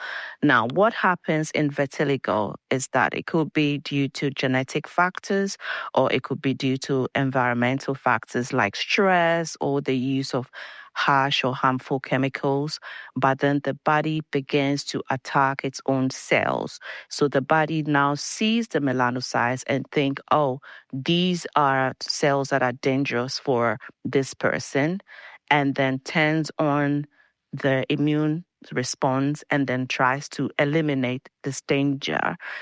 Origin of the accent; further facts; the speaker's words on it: Ghana; I grew up in Ghana, West Africa